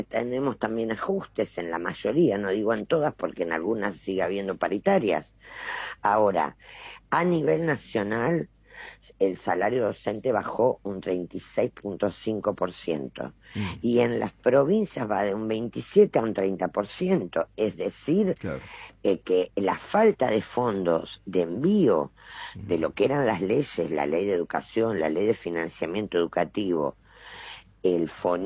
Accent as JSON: {"language": "Spanish", "region": "Santa Fe", "country": "Argentina", "said": "Yo soy santafesina"}